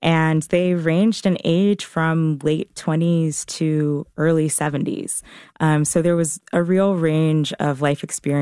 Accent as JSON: {"language": "English", "region": "North Carolina", "country": "United States", "said": "that felt like a real full circle moment because I'm from North Carolina."}